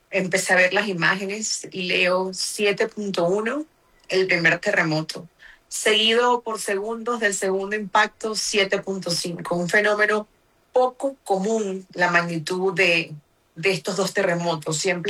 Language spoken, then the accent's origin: Spanish; Mexico; mexicano, con los topos, con los rescatistas que han estado mandando ayuda a mi país, que ya están en mi país salvando vidas.